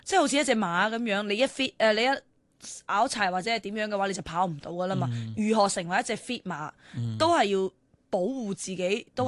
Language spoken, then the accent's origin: Cantonese; Zhongshan, Guangdong, China; 是啊，我是廣東中山人。是啦，我是中山的，所以我講到廣東話那麼標準。